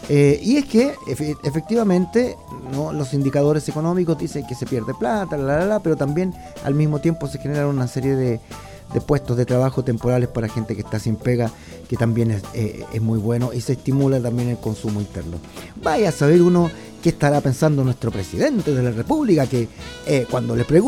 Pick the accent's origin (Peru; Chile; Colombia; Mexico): Chile; esta celebración tan desmesurada que nos caracteriza como chilenos y chilenas